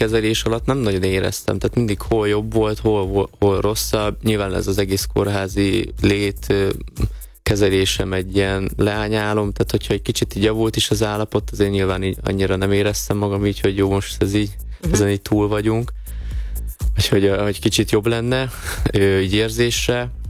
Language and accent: Hungarian; Nagyváty, Baranya, Hungary; born there; apukám maradt otthon a bátyámmal, ugye Pécs mellett, nagyvátyon, ugye szülőfalumba